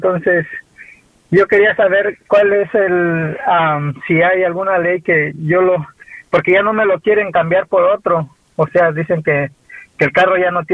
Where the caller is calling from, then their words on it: South Carolina, United States; Yo soy del Sur Carolina, pero es en Norte Carolina.